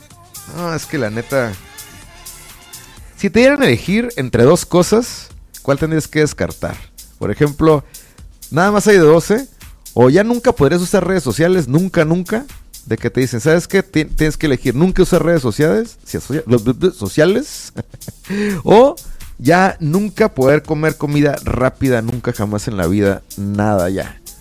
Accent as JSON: {"language": "Spanish", "country": "Mexico"}